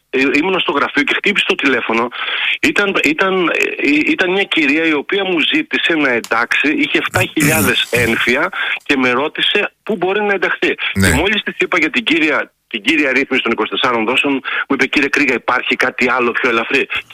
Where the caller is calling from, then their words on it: Larissa, Thessaly, Greece; επειδή είμαι από το Θεσσαλικό κάμπο, καταγωγή μου είναι από τη Λάρισα σαν καταγωγή